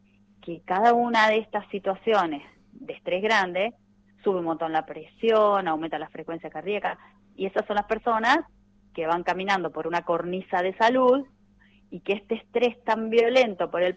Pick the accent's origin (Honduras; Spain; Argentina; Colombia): Argentina; La verdad que como argentinos lo vivimos muy muy visceralmente.